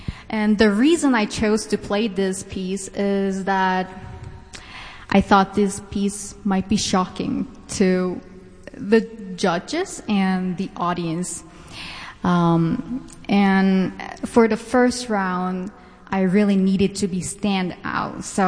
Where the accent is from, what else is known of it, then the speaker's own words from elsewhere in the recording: South Korea; moved away as an adult; also born or lived in Indiana, United States; I'm from South Korea. I came to the States for the first time in 2018 to study at Indiana University for my master's degree.